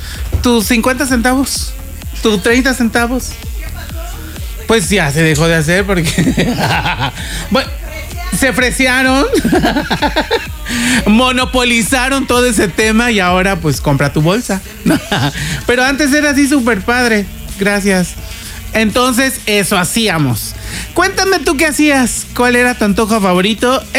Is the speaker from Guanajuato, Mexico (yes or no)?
no; Yucatán, Mexico; Los que somos yucatecos